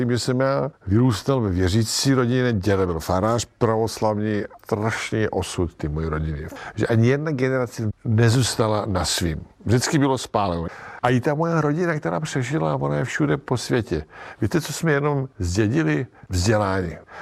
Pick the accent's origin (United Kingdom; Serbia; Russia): Serbia; Czech is a second language; moved away as an adult; now in Prague, Czech Republic; já jsem hrdý na to, že jsem Srb, a stejně jsem hrdý, že mám české občanství.